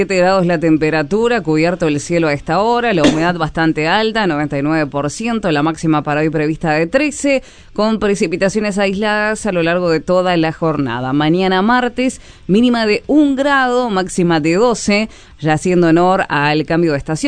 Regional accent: Uruguay; Si gana, genial, como buena uruguaya a festejarlo

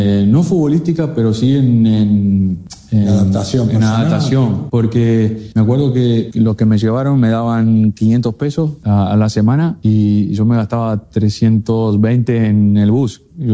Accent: Rivera, Uruguay; now in Montevideo, Uruguay; yo lo aprendí cuando llegué de Rivera a Montevideo. Me había costado un poco más

